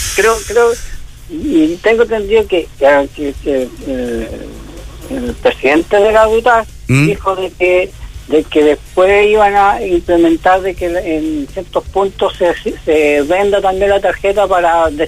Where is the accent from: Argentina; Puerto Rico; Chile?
Chile; vemos cómo somos los chilenos.